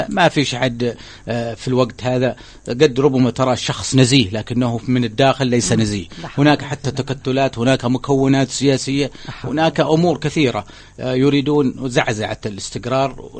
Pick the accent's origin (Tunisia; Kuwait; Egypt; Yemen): Yemen; نحن عندنا في اليمن